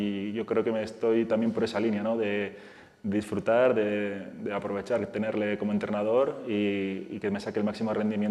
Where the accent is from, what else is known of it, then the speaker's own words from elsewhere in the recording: Bilbao, Basque Country, Spain; Yo cuando era pequeño, yo soy de Bilbao